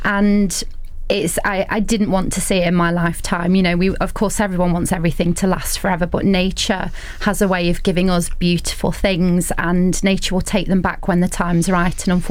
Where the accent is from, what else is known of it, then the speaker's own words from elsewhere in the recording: East Midlands, United Kingdom; I grew up running around Sherwood Forest